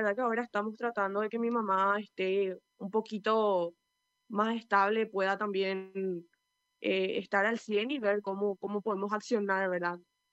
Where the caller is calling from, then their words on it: Fernando de la Mora, Central, Paraguay; Somos de Fernando